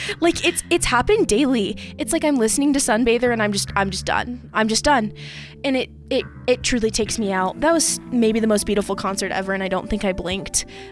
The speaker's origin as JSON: {"language": "English", "region": "Indiana", "country": "United States", "tie": "born or raised there", "moved": "yes", "said": "I was home, and I was in Indiana seeing some friends play, some friends visit from New Jersey to play my hometown in Indiana"}